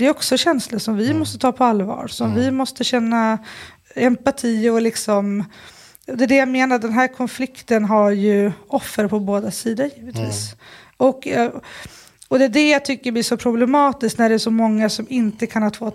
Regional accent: Sundsvall, Västernorrland County, Sweden; moved away as an adult; also born or lived in Falun / Ethiopia / Gothenburg; now in Stockholm, Sweden; Jag är uppvuxen i Sundsvall. Och sen läste jag till lärare i Falun och sen började jag jobba i Husby. I slutet på min lärarutbildning bodde jag i Etiopien.

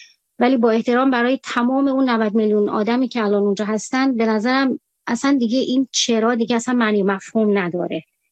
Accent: Iran; من به عنوان من به عنوان یه ایرانی اصلا روانشناس نیستم.

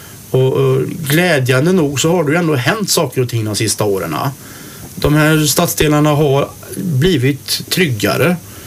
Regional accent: Västra Götaland County, Sweden; Ja, nej, jag kom bara från Bohuslän

